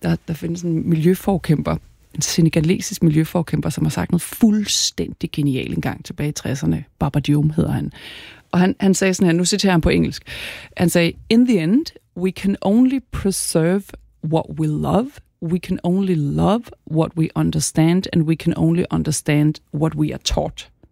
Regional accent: Capital Region of Denmark, Denmark; Det ligner noget hjemme i Nordsjælland.

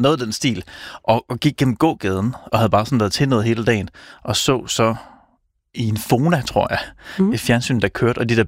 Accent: Viborg, Central Denmark Region, Denmark; born there; Jeg var hjemme i Viborg.

